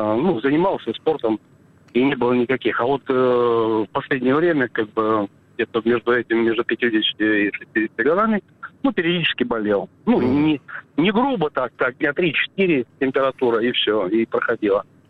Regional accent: Kursk Oblast, Russia; Я из Курской области, 64 года, работаю.

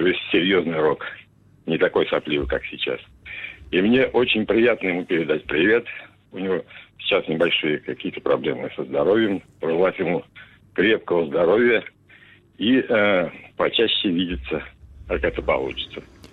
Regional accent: Kazan, Tatarstan, Russia; Дело в том, что я жил в Казани. А Валера, Валера Большой, так мы его называли в детстве, он живет в Москве. Мы дружили со школьных времен

